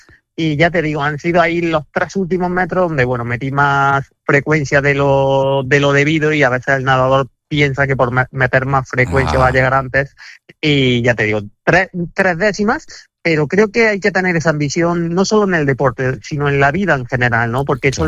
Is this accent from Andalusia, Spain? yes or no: yes; Córdoba, Andalusia, Spain; para nuestra Andalucía y para Córdoba